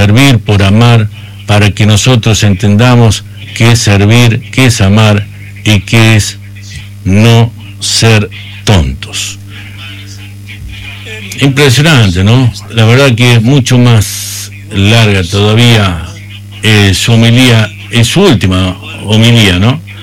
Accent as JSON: {"language": "Spanish", "region": "La Rioja", "country": "Argentina", "said": "de todos como riojanos"}